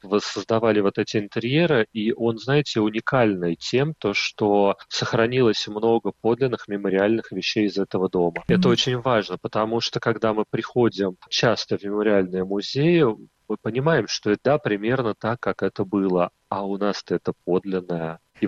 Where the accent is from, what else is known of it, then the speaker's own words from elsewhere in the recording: Taldom, Moscow Oblast, Russia; Я уроженец этих мест, и более того, некоторые ветки моей родословной, они здесь были еще в 17 столетии, так что я, можно сказать, коренной талдомчанин.